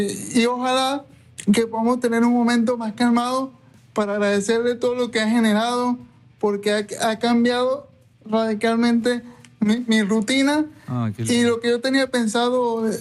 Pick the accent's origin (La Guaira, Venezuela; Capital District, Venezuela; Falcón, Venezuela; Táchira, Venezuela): Falcón, Venezuela; Punto Fijo; desde Punto Fijo, Venezuela